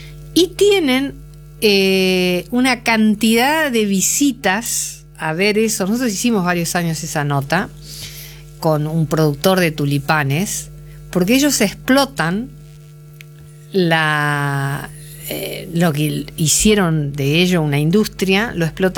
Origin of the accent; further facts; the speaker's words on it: Avellaneda, Santa Fe, Argentina; moved away; en Avellaneda, Santa Fe, de donde soy oriunda, también hoy es asueto